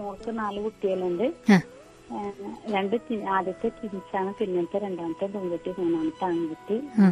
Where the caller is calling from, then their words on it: Edavanakkad, Kerala, India; Edavanakkad.